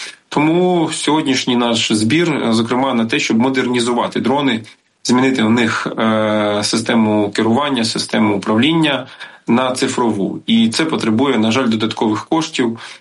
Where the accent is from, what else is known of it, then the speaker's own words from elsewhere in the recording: Boryspil, Kyiv Oblast, Ukraine; моє рідне місто Бориспіль, в якому я народився, в якому я провів кращі роки життя.